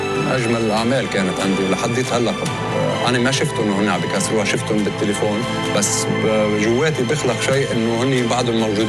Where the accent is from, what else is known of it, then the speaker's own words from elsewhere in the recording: Dama, As-Suwayda Governorate, Syria; moved away as an adult; now in Lebanon; أنا من سوريا من السويداء من قرية دامة. أنا جيت على لبنان بس بلشت الحرب تقريباً. وقت اللي جيت من سوريا على لبنان حتى تيابي ما جبت